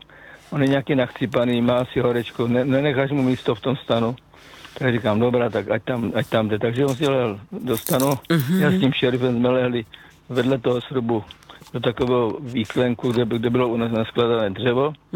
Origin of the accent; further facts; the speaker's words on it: South Moravian Region, Czechia; a já jsem tam z Jižní Moravy